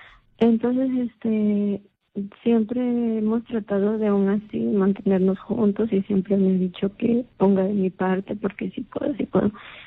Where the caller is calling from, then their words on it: Lambayeque, Peru; Desde Lambayeque.